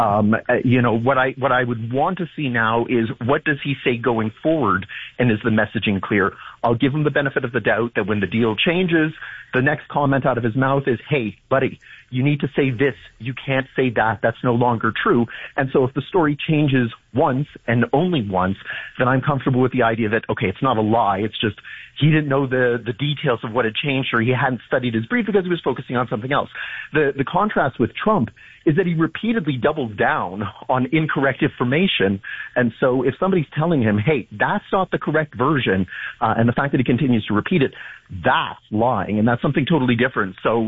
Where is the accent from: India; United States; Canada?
Canada; Windsor, Ontario; I grew up in Windsor. I know what the Ambassador Bridge is like.